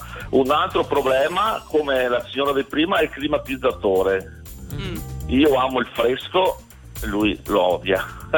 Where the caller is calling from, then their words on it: Veneto, Italy; Io chiamo dalla provincia di Padova.